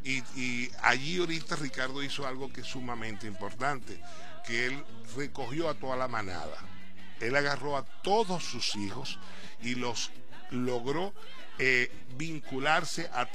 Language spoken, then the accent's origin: Spanish; Maracaibo, Zulia, Venezuela; now in Puerto Ordaz, Venezuela; pero en mi tierrita natal. Yo, muchos dirán, bueno, pero … tenéis tantos años allá en Puerto Ordaz, en Ciudad Bolívar, en el estado de Bolívar, ¿por qué extrañáis tanto tu tierra?